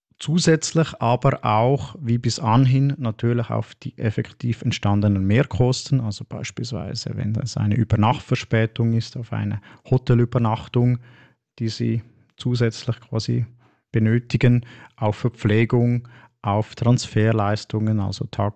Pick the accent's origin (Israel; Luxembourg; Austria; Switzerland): Switzerland; Und solche Urteile sind bei uns in der Schweiz nicht direkt anwendbar.